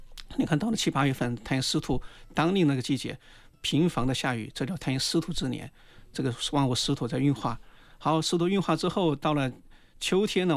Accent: China

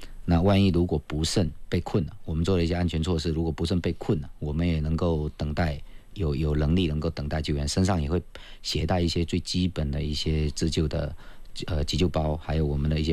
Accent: southern China, China; now in Jinjiang, Quanzhou, China; 作为南方人，我第一次见雪就是在土耳其啊

